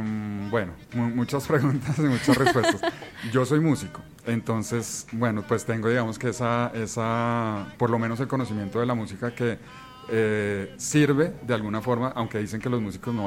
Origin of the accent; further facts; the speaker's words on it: Bogotá, Colombia; Yo soy bogotano, sí.